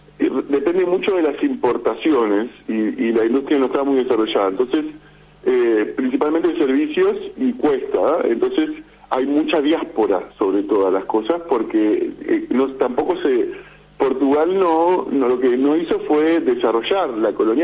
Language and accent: Spanish; Buenos Aires, Argentina; yo soy un argentino promedio, que vivo en la capital federal